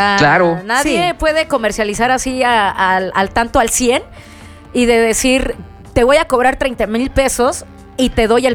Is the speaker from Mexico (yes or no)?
yes; Mexico; yo sí como mexicana exijo que sí se haga un examen físico